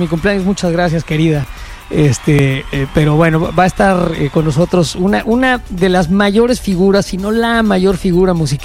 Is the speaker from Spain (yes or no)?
no; Mexico; now in Chicago, United States; por lo menos aquí en Chicago, éramos los mexicanos